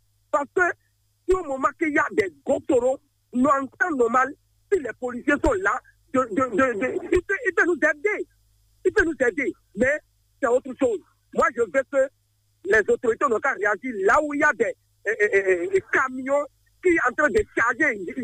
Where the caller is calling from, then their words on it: Benin; Je vous appelle depuis Digue.